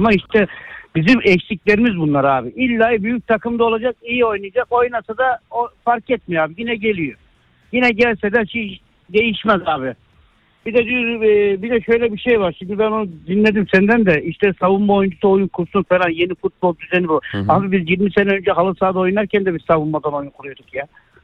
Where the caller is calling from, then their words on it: Kocaeli, Turkey; Kocaeli'den arıyorum.